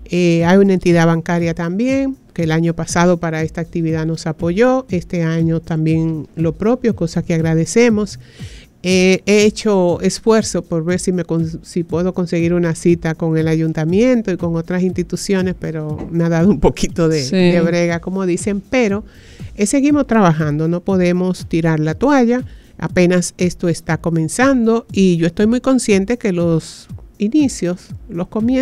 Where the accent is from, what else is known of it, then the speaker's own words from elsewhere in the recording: Puerto Plata, Dominican Republic; yo era una niña, yo soy de Puerto Plata, y yo vivía ahí en el pie del fuerte, al subir la fortaleza, ahí fue donde nací.